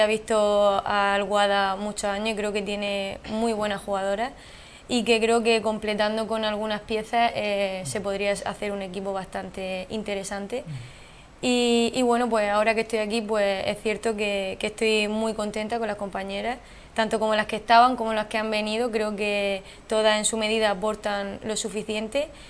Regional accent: Region of Murcia, Spain; moved away as an adult; also born or lived in Barcelona; now in Guadalcacín, Spain; soy de Murcia, no soy

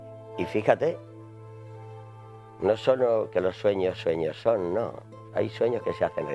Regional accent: Beas de Segura, Andalusia, Spain; Antes de salir de mi pueblo de Beas de Segura era un niño muy pobre, muy pobre. Pero entonces, sobre todo allí en mi pueblo, es que menos tres, éramos todos pobres.

